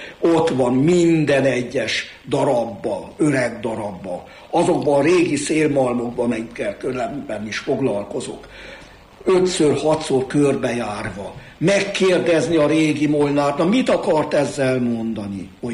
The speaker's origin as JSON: {"language": "Hungarian", "region": "Székely Land", "country": "Romania", "tie": "born or raised there", "moved": "yes", "lives_now": "Hungary", "said": "az én szülőföldem, Székelyföld sajnálatos módon kisebbségi sorban él."}